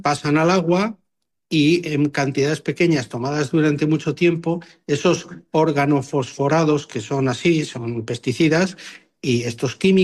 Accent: Fresno el Viejo, Castile and León, Spain; Eso en mi pueblo, por ejemplo, en Castilla, en Fresno el Viejo y Salamanca, era la norma.

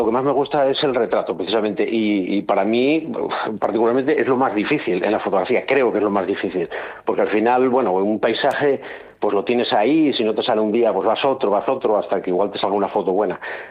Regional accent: Avilés, Asturias, Spain; nosotros somos de Avilés

